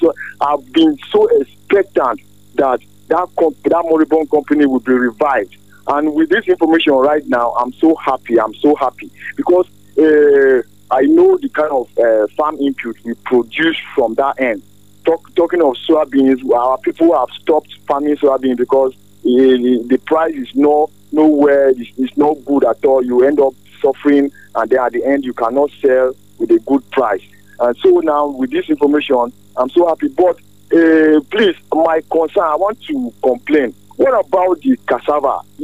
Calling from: Taraku, Benue, Nigeria; You see, I come from Taraku. I'm from Baba in Gwe's local government, but our main town is Taraku.

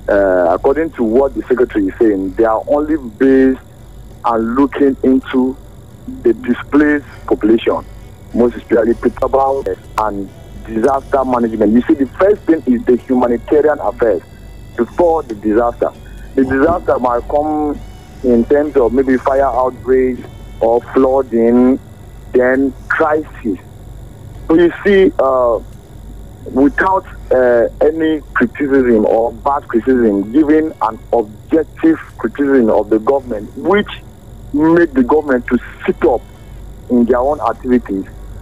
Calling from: Nigeria; I'm calling from Mechanic Village.

